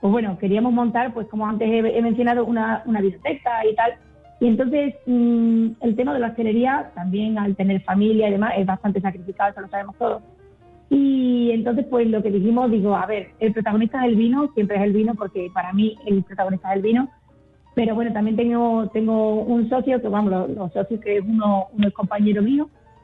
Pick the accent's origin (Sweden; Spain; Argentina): Spain; Chipiona, Andalusia; moved away as an adult; now in Mérida, Spain; yo soy original de Chipiona, de Cal. Llevo aquí en Mérida unos 12 años, conocí a mi marido allí en Chipiona, el que hoy es mi marido, tengo dos hijos pequeños ameritenses